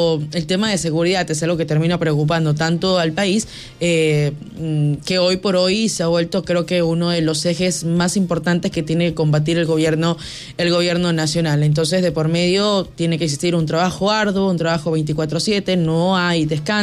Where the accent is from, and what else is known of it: Ecuador